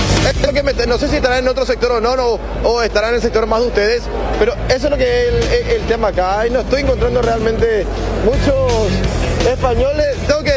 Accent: Paraguay; English is a second language; Vamos, vamos. Australia, we're from Paraguay.

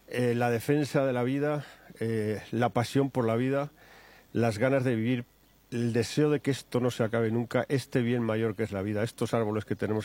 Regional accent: Spain; born or raised there

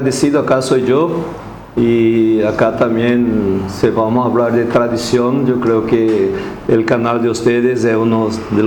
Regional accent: Mato Grosso do Sul, Brazil; moved away as an adult; now in Paraguay; yo soy prácticamente de Mato Grosso do Sul y mi edad es, normalmente uno no se cuenta, pero hoy voy a contar, tengo 65 años

